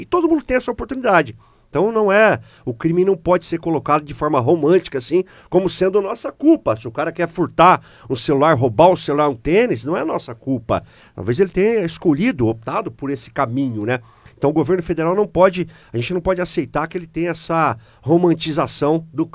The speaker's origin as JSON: {"language": "Portuguese", "town": "Guaíra", "country": "Brazil", "tie": "born there", "also_born_or_lived": "Porto dos Gaúchos, Mato Grosso", "said": "eu nasci em Portos Gaúchos, com um mês de vida, a gente veio aqui para Guaíra, trabalhava na roça catando algodão"}